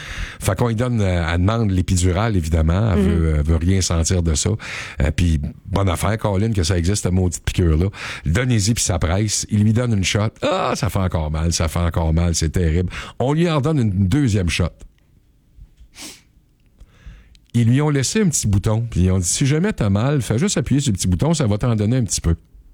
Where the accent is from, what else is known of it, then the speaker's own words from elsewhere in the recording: Canada; Celle-là est chez nous au Canada.